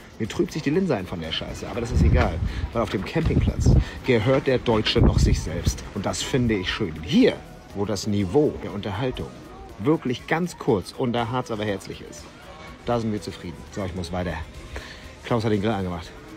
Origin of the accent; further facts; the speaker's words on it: Mecklenburg-Vorpommern, Germany; Und unter den Norddeutschen sind wir Mecklenburger schon noch mal die Ultras.